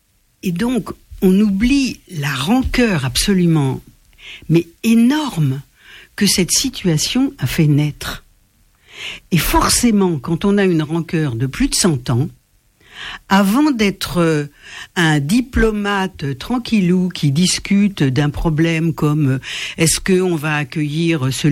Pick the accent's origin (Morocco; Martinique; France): Morocco; born there; Alors il se trouve que moi je suis née au Maroc et que de ce fait, j'ai entendu peut-être davantage de choses.